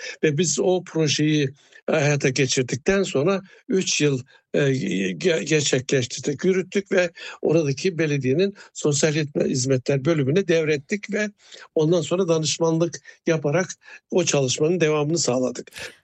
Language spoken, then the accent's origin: Turkish; Sarıkamış, Kars, Turkey; moved away as an adult; also born or lived in Ankara / Istanbul / Bremen; Tabii şimdi ben Kars doğumluyum. Gerçekten yani işte ortaokulda Sarıkamış'ta okudum. Ondan sonra Ankara, İstanbul'da lise ve üniversite eğitimlerine başladım. Üniversiteyi Bremen'de bitirdim.